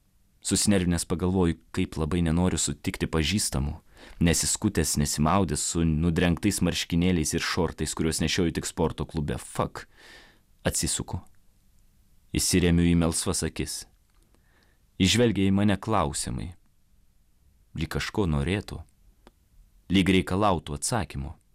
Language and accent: Lithuanian; Vilnius, Vilnius County, Lithuania; now in United States; Kai augau Vilniuje per visą vaikystę